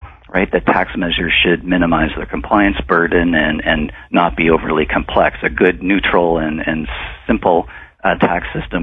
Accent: Saskatoon, Saskatchewan, Canada; born there; I was born in Saskatoon, and my parents, you know, grew up in Melfort, and I've been back there many times in my childhood, and I've got relatives in Rosetown, so absolute strong connections.

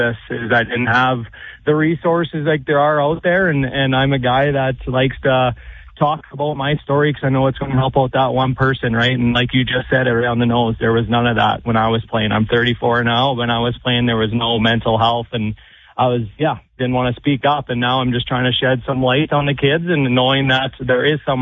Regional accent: Kindersley, Saskatchewan, Canada; I was fortunate enough to be the captain for my hometown Kindersley Clippers.

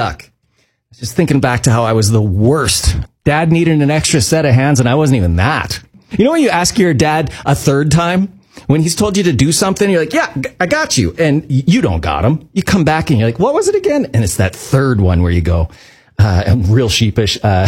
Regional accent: Davidson, Saskatchewan, Canada; I'm from Davidson, Saskatchewan. I grew up on a farm in the midway town between Saskatoon and Regina.

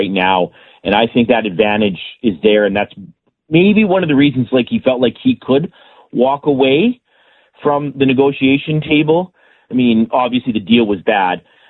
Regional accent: Canada; I'm a Canadian before I'm a conservative

